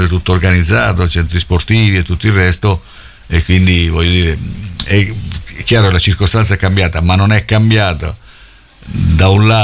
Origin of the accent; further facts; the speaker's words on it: Macerata, Marche, Italy; come io da bambino stavo a Macerata, in un quartiere, insomma, quindi, e effettivamente era come stare in un villaggio